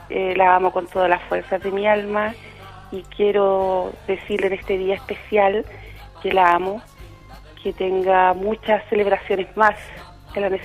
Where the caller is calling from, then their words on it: Calle Larga, Valparaíso, Chile; Yo estoy llamando acá desde Calle Larga